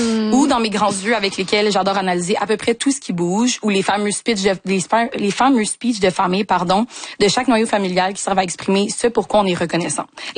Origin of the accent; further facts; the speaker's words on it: Quebec, Canada; born there; Moi, je suis née ici, au Québec.